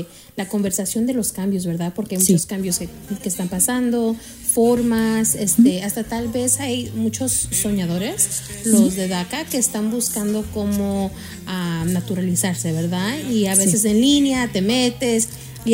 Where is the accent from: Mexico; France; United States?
United States; Spokane, Washington; yo, creciendo aquí en Spokane